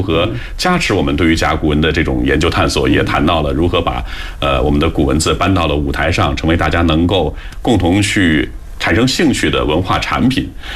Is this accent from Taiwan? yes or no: no; China